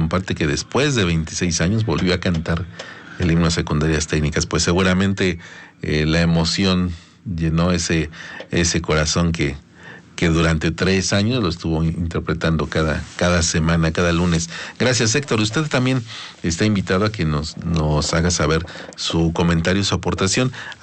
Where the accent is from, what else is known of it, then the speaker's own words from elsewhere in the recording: Mexico; ahora soy mexicano con mucho gusto, con mucho orgullo y feliz de vivir en este bello país y sobre todo en este territorio.